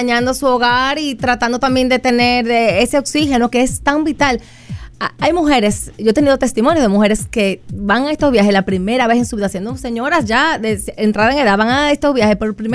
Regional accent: Dominican Republic

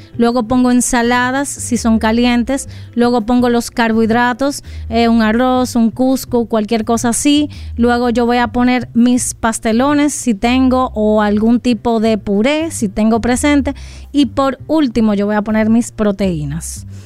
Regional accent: Dominican Republic

